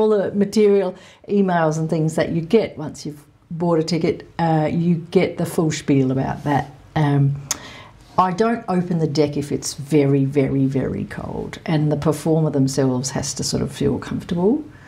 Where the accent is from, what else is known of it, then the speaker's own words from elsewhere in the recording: Alice Springs, Northern Territory, Australia; I'm from Alice Springs.